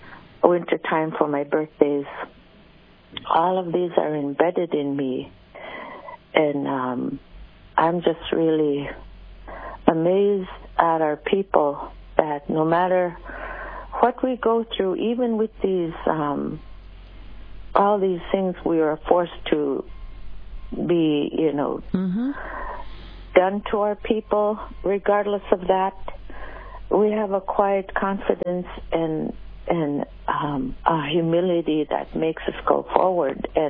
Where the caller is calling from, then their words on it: Anchorage, Alaska, United States; Hi, I'm just calling from Anchorage.